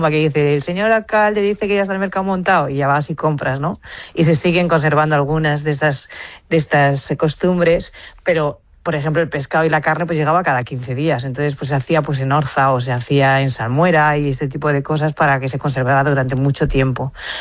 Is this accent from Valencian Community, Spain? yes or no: yes; Chera, Valencian Community, Spain; now in Valencia, Spain; yo siempre digo que soy de Chera porque me siento de allí